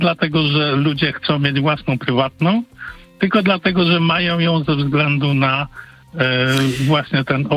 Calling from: United Kingdom; Ja mieszkam w Wielkiej Brytanii.

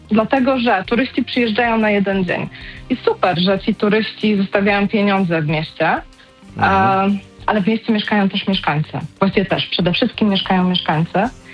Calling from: Toruń, Kuyavian-Pomeranian Voivodeship, Poland; Dzwonię z Torunia

